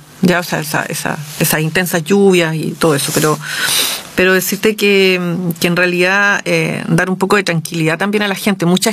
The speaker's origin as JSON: {"language": "Spanish", "town": "Linares", "region": "Maule", "country": "Chile", "tie": "born or raised there", "said": "yo soy de acá de Linares, nací en Linares"}